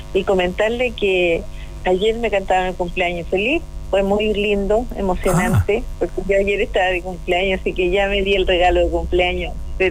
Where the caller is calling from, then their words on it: Curanilahue, Biobío, Chile; todo mi pueblo de Curanilahue, mi pueblo querido.